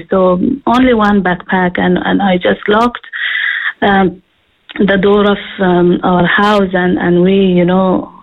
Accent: Afghanistan; moved away as an adult; now in Ireland; I'm originally from Afghanistan.

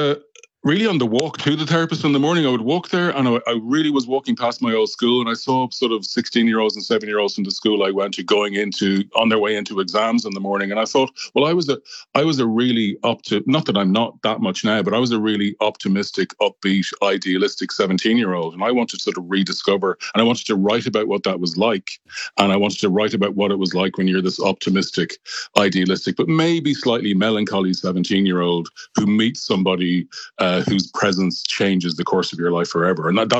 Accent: Dublin, Leinster, Ireland; accent: Dublin; now in Glasgow, United Kingdom; talking to you from Glasgow today, where I work at a university, the University of Strathclyde. But my accent is very much from Dublin, and I imagine that I'm culturally Irish still.

